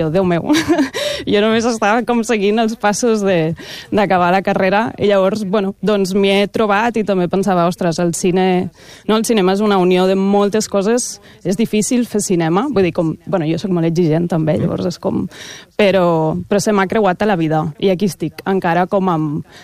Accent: Puigverd de Lleida, Catalonia, Spain; moved away as an adult; now in Barcelona, Spain; soc de Puigverd de Lleida, que és un poble molt petit del Segrià, i llavors jo em dono treva aquí a Barcelona

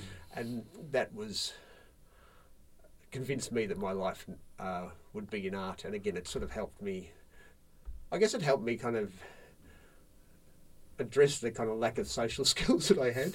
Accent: Melbourne, Victoria, Australia; I grew up in Braybrook, so we were nowhere near the ocean, and none of my family had a surfing history.

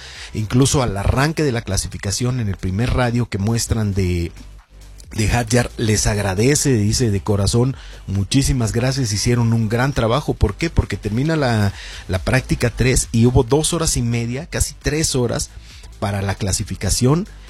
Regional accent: Mexico; pues como mexicanos debemos apoyar

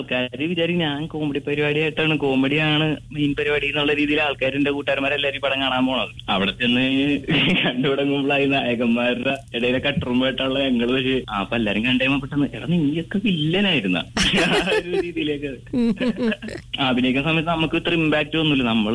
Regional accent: Kallur, Kerala, India; എന്റെ വീട് കല്ലൂരാണ്, കറുകപ്പള്ളി.

